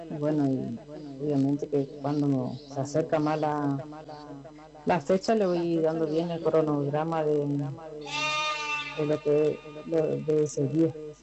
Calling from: Payubre Chico, Corrientes, Argentina; de acá de Payubre Chico.

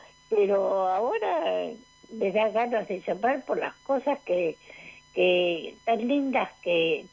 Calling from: Mar del Plata, Buenos Aires Province, Argentina; yo te hablo de Mar del Plata … de Mar del Plata.

